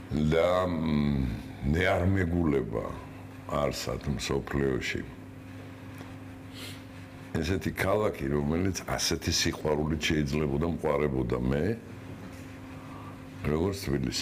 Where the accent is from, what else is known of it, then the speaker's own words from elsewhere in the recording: Tbilisi, Georgia; იგულისხმეთ რომ თბილისელი ვარ და შესაბამისად ეს გარკვეული პატივია.